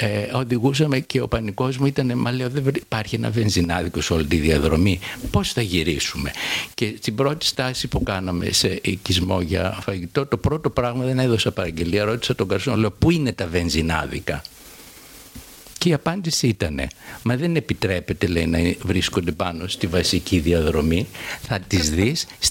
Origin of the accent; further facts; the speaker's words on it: Athens, Attica, Greece; σαν Αθηναίος επίσης πολίτης να σας πω